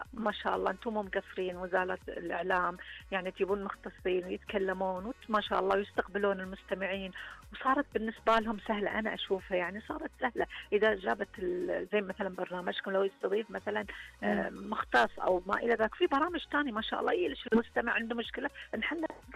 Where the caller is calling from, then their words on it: Saudi Arabia; عندنا في السعوديه